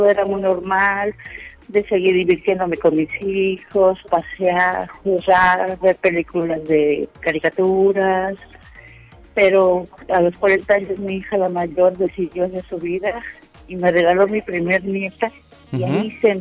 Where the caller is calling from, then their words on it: Ecatepec, Morelos, Mexico; Ahorita desde Ecatepec, pero normalmente te escucho de Ecatepec.